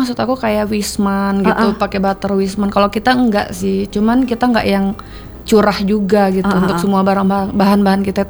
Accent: Lampung, Indonesia; moved away as an adult; now in Palembang, Indonesia; ke Lampung, ke kota asal aku

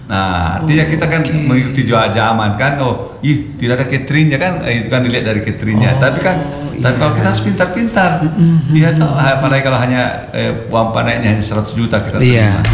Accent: Sinjai, South Sulawesi, Indonesia; Saya keluarga besar, tapi saya kan Bugis Sinjai.

